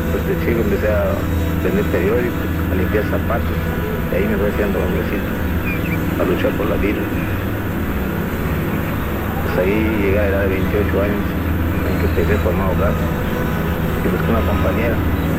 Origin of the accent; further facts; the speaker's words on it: Mérida, Yucatán, Mexico; born there; Nací en Mérida, Yucatán.